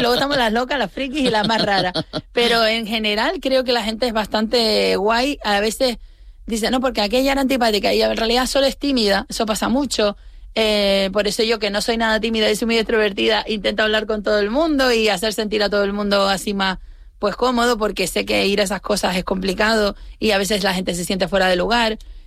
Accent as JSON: {"language": "Spanish", "town": "Santa Cruz de Tenerife", "region": "Canary Islands", "country": "Spain", "said": "yo misma, como canaria, tinerfeña y de Ofra"}